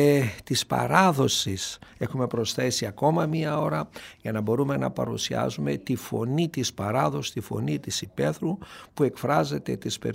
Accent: Greece; το να είμαστε υπερήφανοι για την καταγωγή μας ως Έλληνες

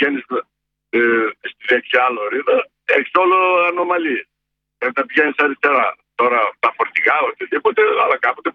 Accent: Greece; now in Germany; Εγώ δεν είμαι Γερμανός. Εγώ είμαι Έλληνας.

